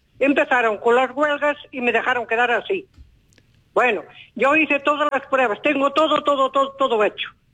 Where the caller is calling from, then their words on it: Pontevedra, Galicia, Spain; Mire, llamo de aquí, de Lérez.